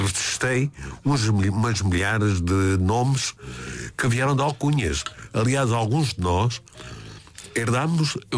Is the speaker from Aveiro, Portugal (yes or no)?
no; Lisbon, Portugal; also born or lived in Moura; E Lisboa é o meu útero, é o útero onde eu cresci.